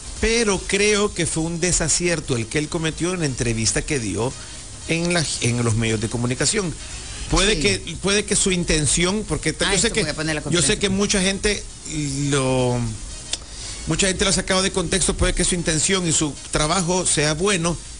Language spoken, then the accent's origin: Spanish; El Salvador; porque si como salvadoreño puedo opinar.